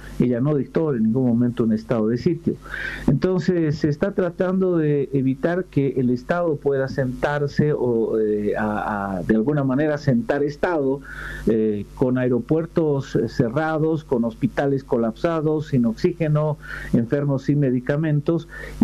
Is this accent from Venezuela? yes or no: no; La Paz, Bolivia; tienes 2 millones de personas, que somos la población del Alto y de La Paz